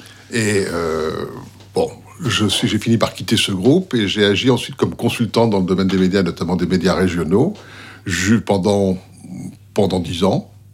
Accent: Paris, Île-de-France, France; Je suis né à Paris. J'ai passé toute mon enfance à Paris. J'ai fait des études de droit et de Sciences Po. À Paris, rue Saint-Guillaume.

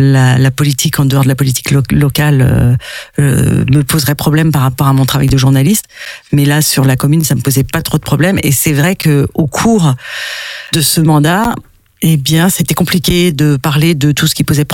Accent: Glomel, Brittany, France; Moi, je suis de Glomel.

